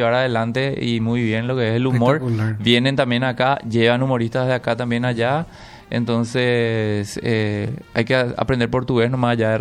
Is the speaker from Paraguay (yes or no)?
yes; Lambaré, Central, Paraguay; yo técnicamente no soy lo de Asunción, yo soy de Lambaré